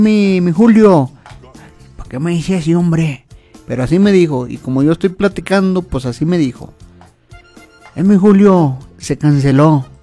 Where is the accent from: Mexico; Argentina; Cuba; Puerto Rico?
Mexico; cómo somos los mexicanos